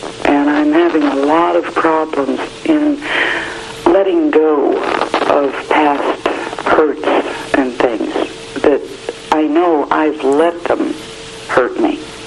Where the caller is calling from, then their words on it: Navarre, Ohio, United States; Navarre, Ohio, near Canton.